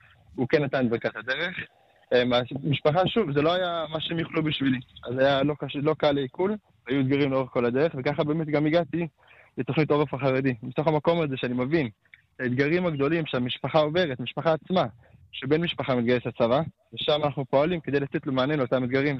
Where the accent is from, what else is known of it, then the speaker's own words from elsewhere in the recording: Jerusalem, Jerusalem District, Israel; אני מגיע מרקע חרדי קלאסי. תלמוד תורה בירושלים, ישיבה